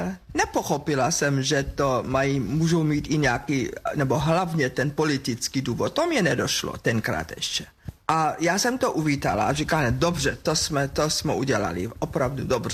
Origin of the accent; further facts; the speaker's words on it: Germany; Czech is a second language; moved away as an adult; now in Prague, Czech Republic; Musím říct, nikdy mě nedal nikdo najevo, že jsem Němka.